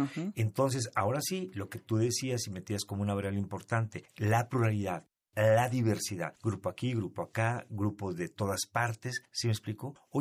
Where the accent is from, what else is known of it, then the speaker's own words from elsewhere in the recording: Mexico; nosotros como mexicanos